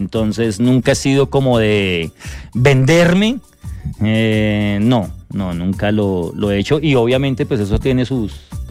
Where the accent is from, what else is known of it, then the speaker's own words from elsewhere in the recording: Bogotá, Colombia; Es de Venecia, Italia, yo soy del rincón de Venecia.